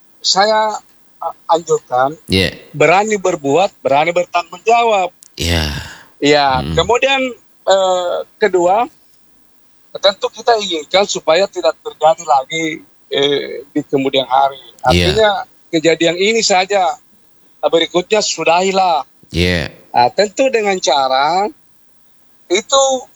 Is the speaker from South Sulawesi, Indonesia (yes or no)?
yes; South Sulawesi, Indonesia; ada juga istilah kita, yeah, orang Bugis Makassar